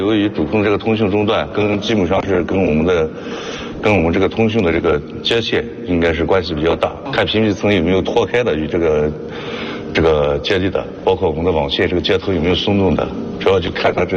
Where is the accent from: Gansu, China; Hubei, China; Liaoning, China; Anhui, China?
Gansu, China; Guazhou; moved away as an adult; also born or lived in Shandong; 我是土生土长的瓜州人，然后从学校毕业之后，我就去了那个山东的一家火电厂，